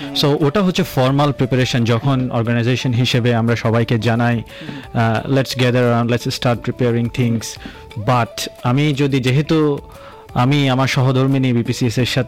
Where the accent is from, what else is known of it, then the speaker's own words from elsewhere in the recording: Bangladesh; now in Australia; আমরা বাংলাদেশি হিসেবে নিজেদের কালচারটাকে এখানে তুলে ধরার চেষ্টা করছি